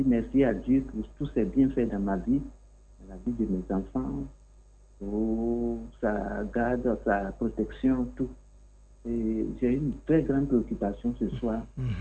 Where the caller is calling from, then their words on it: Abidjan, Côte d’Ivoire; Maman Chantal, j'appelle d'Abobo.